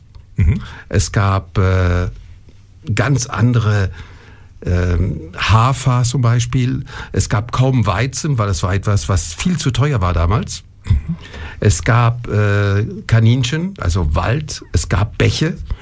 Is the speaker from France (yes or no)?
yes; Grand Est, France; Die Natur, weil sie erinnert mich an meine Heimat.